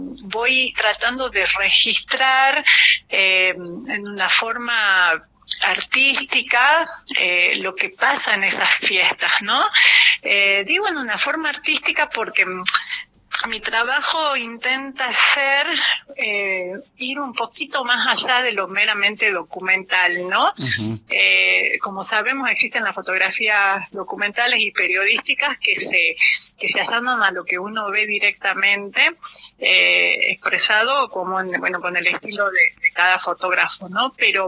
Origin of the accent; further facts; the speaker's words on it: Jujuy, Argentina; soy jujeña, hasta el tuétano siempre digo, vivo acá en San Salvador, enamorada de mi provincia